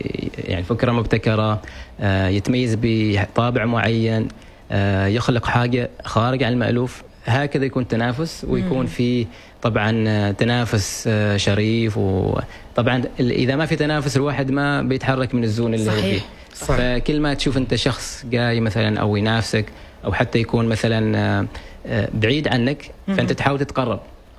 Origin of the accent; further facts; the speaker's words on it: Oman; إحنا كفريق عمانيين.